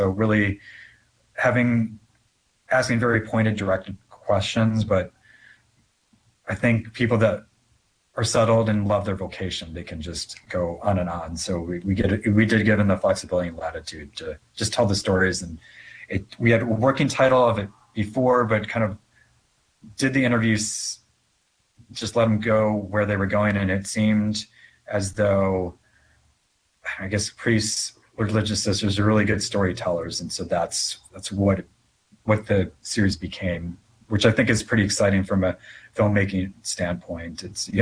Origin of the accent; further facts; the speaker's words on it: Chicago, Illinois, United States; I grew up in Chicago, so junior high through my time at Notre Dame as undergrad